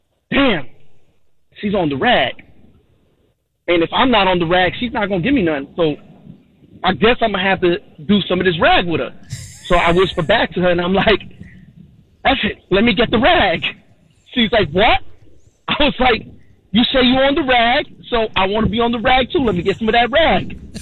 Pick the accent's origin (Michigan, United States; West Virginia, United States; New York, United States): New York, United States; I'm from New York. I never heard that.